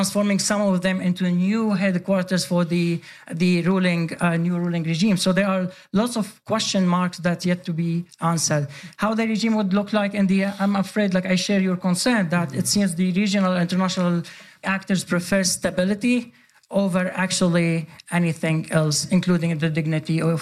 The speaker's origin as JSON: {"language": "English", "country": "Sweden", "tie": "born or raised there", "said": "No, very appreciated because I grew up in Sweden."}